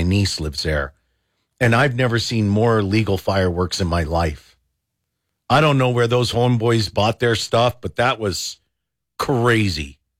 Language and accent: English; Saint Paul, Minnesota, United States; born there; I was born in Minnesota.